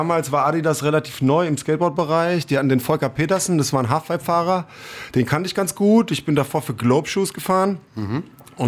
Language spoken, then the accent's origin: German; Kirchzarten, Baden-Württemberg, Germany; Ich komme aus Freiburg, ne, aus Kirchzarten, ein kleines Dorf. Ist sogar ein Luftkurort.